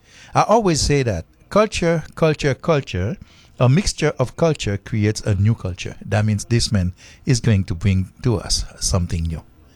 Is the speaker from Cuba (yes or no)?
no; Haiti; Well, you know, I'm from Haiti, and every time we talk about Pennsylvania, we think about Amish.